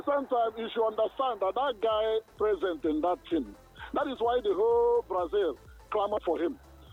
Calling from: Akowonjo, Lagos, Nigeria; I'm calling from Akowanjo.

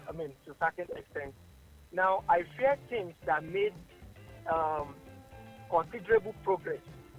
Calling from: Lagos, Nigeria; I'm calling from Aja.

